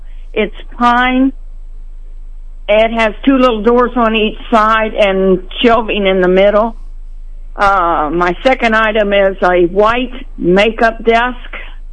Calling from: Marshall Junction, Missouri, United States; I'm calling from Marshall Junction area

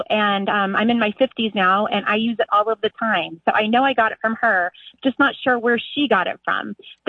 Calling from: Fort Pierce, Florida, United States; I'm calling from Fort Pierce, Florida.

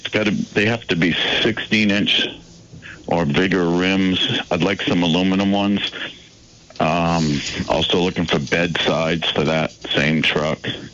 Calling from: Danville, Vermont, United States; I'm calling from Danville, and it's 802-473-6051.

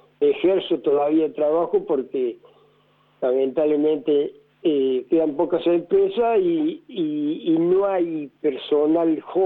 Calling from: Córdoba, Argentina; Pero no, yo soy del barrio Alta Córdoba.

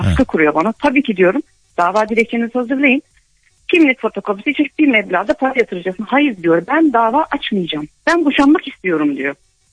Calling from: Kocaeli, Turkey; ben Kocaeli'den.

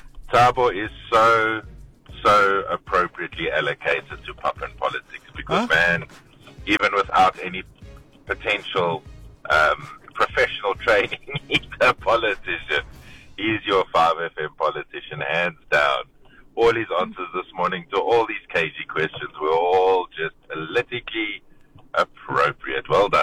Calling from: Johannesburg, Gauteng, South Africa; Morning, Nick and team. … from Joburg.

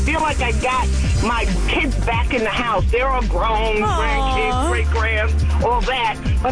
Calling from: Lawrenceville, Georgia, United States; from Lawrenceville, Georgia.

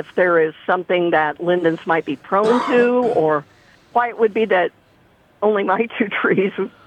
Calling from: Lincoln, Nebraska, United States; I'm calling from Lincoln.

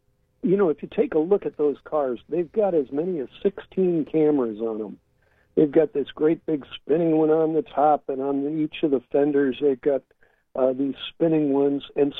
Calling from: San Francisco, California, United States; I'm calling you from San Francisco.

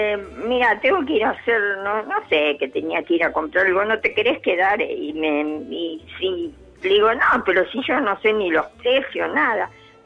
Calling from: Ciudad Evita, Buenos Aires Province, Argentina; De Ciudad Evita.

